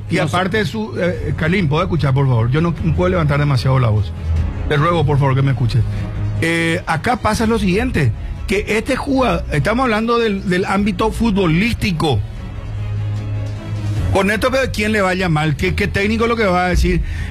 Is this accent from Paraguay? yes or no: yes; Paraguay